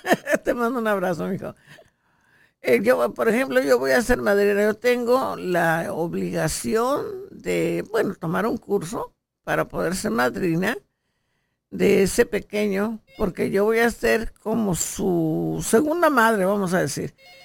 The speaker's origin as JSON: {"language": "Spanish", "country": "Mexico", "said": "canciones nuestras que nos representen como mexicanos."}